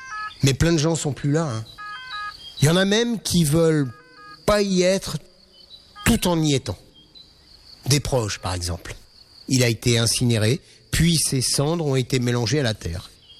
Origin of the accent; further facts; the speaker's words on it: Corsica, France; now in Paris, France; Non, je suis corse. Mais ça fait un bras que je vis à Paris. J'ai une maison là-bas avec 500 mètres de plage juste pour moi. Mon père y vit toujours.